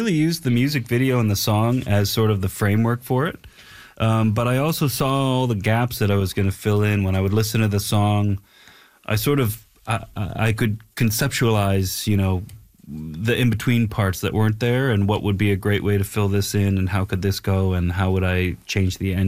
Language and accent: English; Nova Scotia, Canada; moved away as an adult; now in Los Angeles, United States